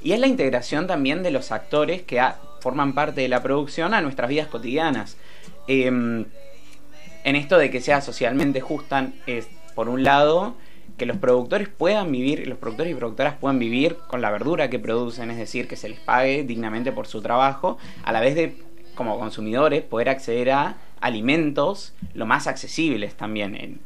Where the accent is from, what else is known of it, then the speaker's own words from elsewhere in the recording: La Plata, Buenos Aires Province, Argentina; born there; Yo soy nacido en Villa Elvira